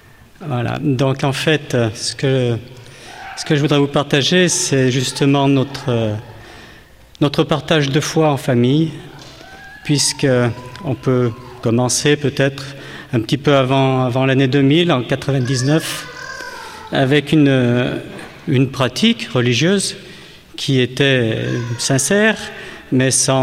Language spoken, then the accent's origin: French; Auvergne-Rhône-Alpes, France; Bonjour, donc nous venons de la Drôme, mon épouse et moi-même.